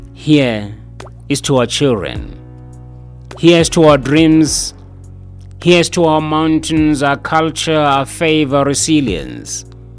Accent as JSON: {"language": "English", "country": "Lesotho", "said": "My fellow countrymen and women"}